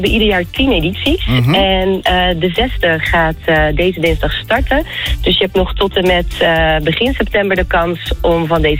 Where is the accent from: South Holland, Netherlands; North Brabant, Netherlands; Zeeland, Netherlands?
South Holland, Netherlands; Rotterdam; Dat is natuurlijk ook voor ons in de buurt als Rotterdammer.